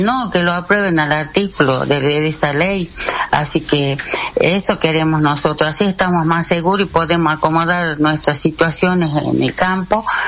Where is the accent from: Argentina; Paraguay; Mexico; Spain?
Argentina; Coronel Juan Solá, Salta; ahora yo tengo 76 años, nacida y criada ahí